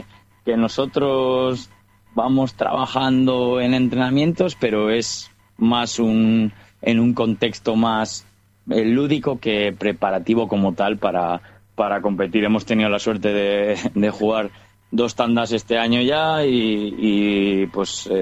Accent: Binéfar, Aragon, Spain; todos los que somos de Binéfar y del Binéfar

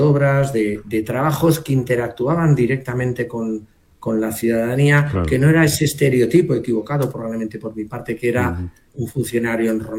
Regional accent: Aragon, Spain; also born or lived in Huesca; now in Zaragoza, Spain; desde pequeño, como un aragonés de un pueblo pequeñito

